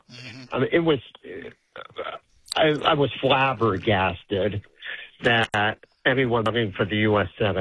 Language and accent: English; Boston, Massachusetts, United States; I was born and raised in Metro Boston